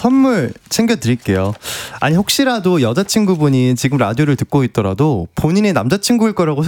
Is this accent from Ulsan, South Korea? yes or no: no; Gwangju, South Korea; 저는 고향이 광주입니다.